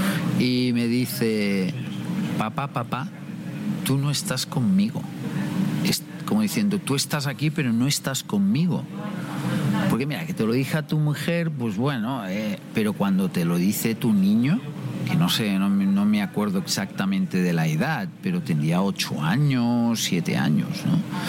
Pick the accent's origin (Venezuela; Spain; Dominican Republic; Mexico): Spain; Menorca, Balearic Islands; moved away; Yo soy de Menorca